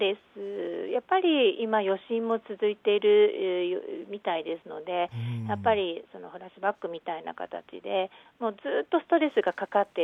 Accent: Kumamoto, Japan; moved away; 私が熊本の出身でして

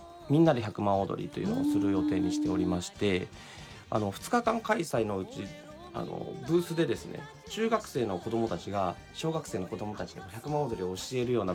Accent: Kitakyushu, Fukuoka, Japan; 私が八幡西区っていうところの出身なんですけど、

